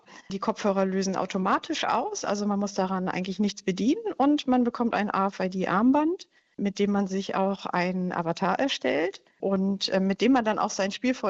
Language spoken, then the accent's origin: German; Lübeck, Schleswig-Holstein, Germany; Ich denke beim Mittelalter hauptsächlich an meine Heimatstadt Lübeck.